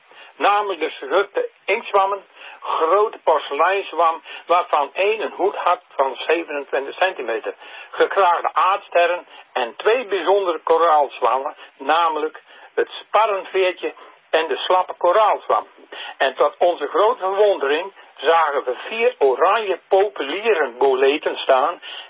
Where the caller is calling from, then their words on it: Dronten, Flevoland, Netherlands; uit Dronten.